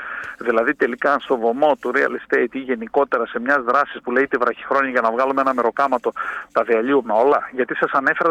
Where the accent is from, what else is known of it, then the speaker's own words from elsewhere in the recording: Central Macedonia, Greece; που λένε στο χωριό μου στη Χαλκιδική.